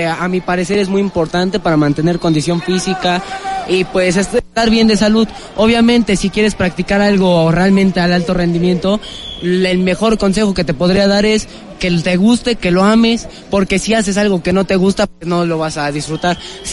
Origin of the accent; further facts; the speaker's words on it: Puebla, Mexico; yo vengo representando al estado de Puebla, orgullosamente poblano